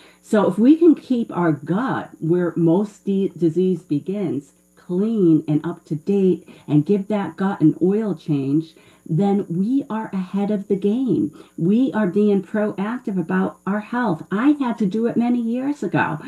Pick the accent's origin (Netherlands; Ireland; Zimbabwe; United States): Ireland; I'm the Irish dietitian, so we don't count alcohol calories at Harmony with Food.